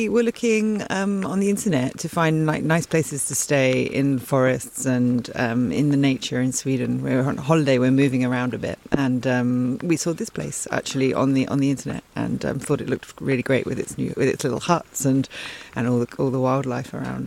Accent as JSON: {"language": "English", "region": "London", "country": "United Kingdom", "said": "Yeah, we come from London."}